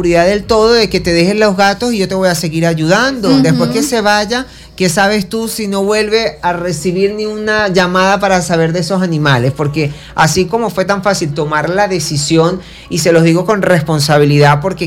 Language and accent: Spanish; Venezuela; somos venezolanos, somos los mejores humanos que existen.